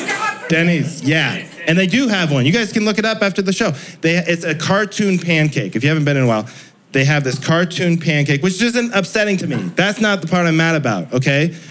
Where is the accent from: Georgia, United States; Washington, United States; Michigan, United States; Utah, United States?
Washington, United States; Seattle; growing up in Seattle